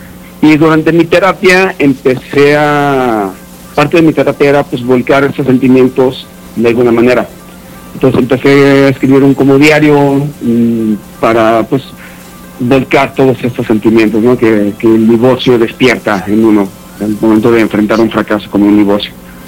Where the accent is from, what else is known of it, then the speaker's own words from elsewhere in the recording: Aguascalientes, Mexico; moved away as an adult; now in León, Mexico; Pues mira, yo soy nativo de Aguascalientes, soy hidrocálido de nacimiento, pero azares de la vida, del trabajo, me mudaron a la vecina ciudad de León hace ya 14 años. Y pues acá ando desde entonces